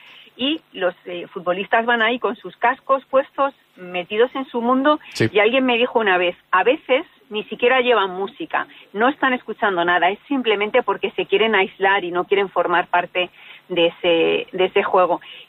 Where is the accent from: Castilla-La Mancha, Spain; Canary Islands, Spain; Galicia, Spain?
Castilla-La Mancha, Spain; Fuente-Álamo; now in Madrid, Spain; Además, soy de Albacete, pero es que además yo vivo al lado del Santiago Bernabéu